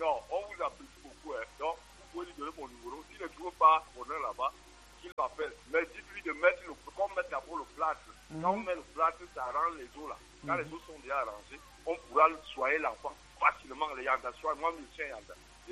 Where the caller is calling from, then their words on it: Centre, Cameroon; Non, je suis à Ekoundou.